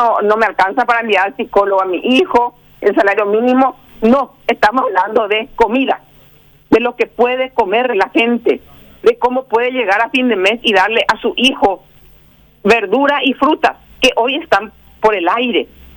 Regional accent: Paraguay; Yo por lo menos soy parte hoy del Estado paraguayo.

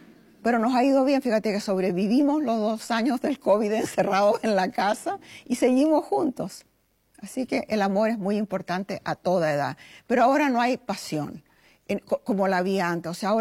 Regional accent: Chile; moved away as an adult; also born or lived in Venezuela; now in United States

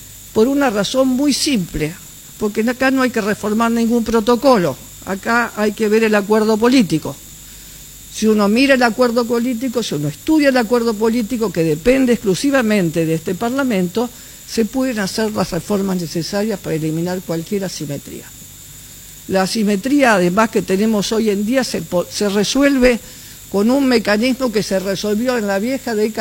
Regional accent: Argentina; en mi país, en la República Argentina

